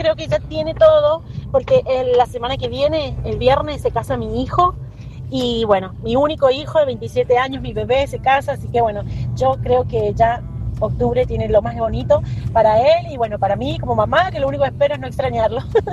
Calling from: San Martín, Mendoza, Argentina; de San Martín.

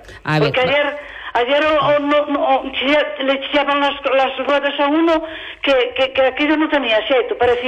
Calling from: Cebollino, Galicia, Spain; soy de Ceboliño.

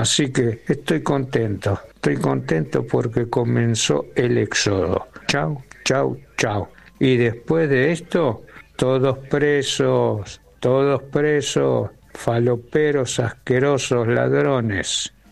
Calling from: Mar del Plata, Buenos Aires Province, Argentina; Buen día, Mario. … de Mar del Plata

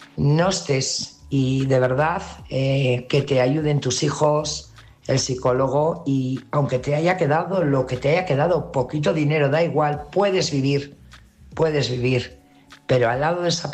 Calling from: Burgos, Castile and León, Spain; Feliz inicio de semana … corresponsal de Burgos.

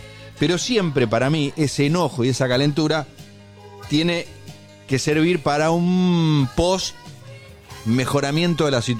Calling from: General Rodríguez, Buenos Aires Province, Argentina; Buen día, Cali. … de General Rodríguez.

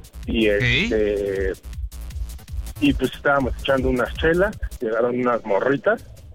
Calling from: Tecámac, State of Mexico, Mexico; Ahorita ando de estos lados, de Cuautitlán, Izcalli, pero yo soy de Tecámac.

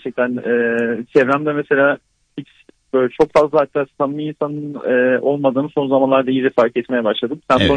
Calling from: Bursa, Turkey; Bursa'dan arıyorum. Şu anda Mudanya'ya doğru işe gidiyorum.

